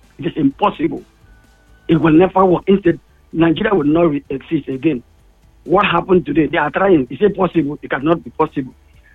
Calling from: Ireland; I'm calling you from Ireland.

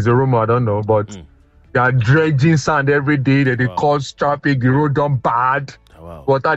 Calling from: Lekki, Lagos, Nigeria; from Lekki.

